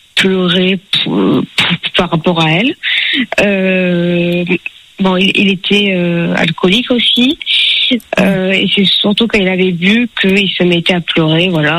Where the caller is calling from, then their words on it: Vaison-la-Romaine, Provence-Alpes-Côte d'Azur, France; Et je vis à Vaison-la-Romaine, dans le Vaucluse.